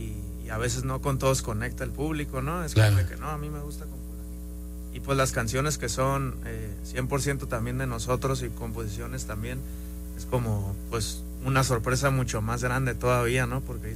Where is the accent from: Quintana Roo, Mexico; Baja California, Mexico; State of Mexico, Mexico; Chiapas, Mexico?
Baja California, Mexico; Tijuana; O sea, nosotros somos de Tijuana, y él siempre, ¿no? Que Chivas de corazón. Y jugábamos fútbol ahí en la privada y todo.